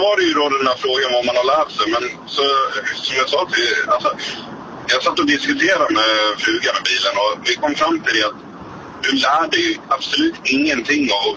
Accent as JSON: {"language": "Swedish", "region": "Småland", "country": "Sweden", "lives_now": "Norway", "said": "Alltså problemet är att jag pratar svosk. Jag är ju smålänning egentligen, så jag kan ju inte säga R."}